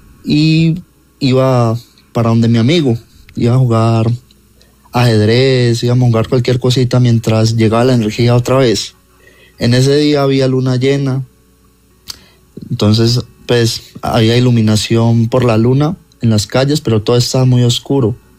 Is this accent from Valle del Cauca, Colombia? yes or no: yes; Buenaventura, Valle del Cauca, Colombia; Pues yo soy de allá de Buenaventura y en Buenaventura se iba mucho la luz anteriormente, la energía.